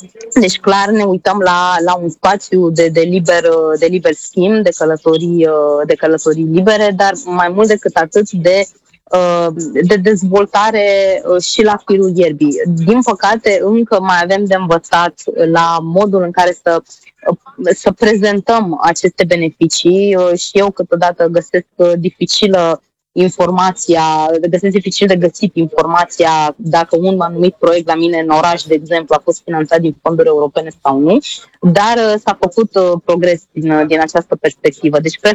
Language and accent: Romanian; Romania; born there; Orașul meu natal, de altfel, de-a lungul timpului l-am văzut cum s-a transformat